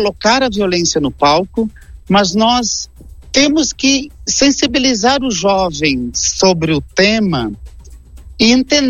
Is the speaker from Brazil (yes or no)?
yes; Erechim, Rio Grande do Sul, Brazil; Então, somos de Erechim, mas somos da cidade que tiver interessado no nosso trabalho.